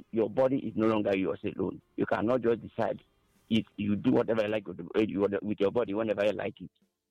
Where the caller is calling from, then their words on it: Ebonyi, Nigeria; from Ebonyi State.